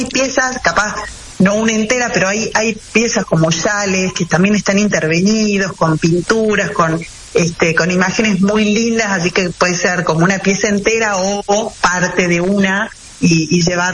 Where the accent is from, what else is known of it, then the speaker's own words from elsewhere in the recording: Salta, Argentina; todos somos salteños y que pertenecemos acá